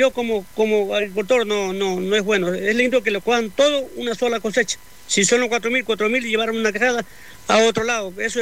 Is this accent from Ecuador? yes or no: yes; Puerto Viejo, Manabí, Ecuador; moved away; Yo vine de la provincia de Manabí, Puerto Viejo.